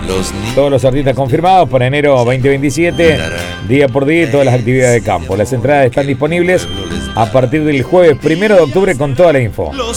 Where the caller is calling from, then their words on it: Paraná, Entre Ríos, Argentina; Hola, Pablo, ¿qué tal? … de Paraná, Entre Ríos. ¿Cómo andás?